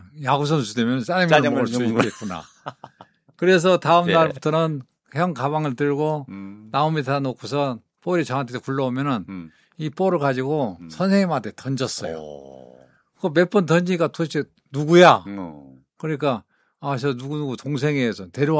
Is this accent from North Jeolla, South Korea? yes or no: yes; Jeonju, North Jeolla, South Korea; born there; also born or lived in Gunsan; 전주시 전동에서 태어나가지고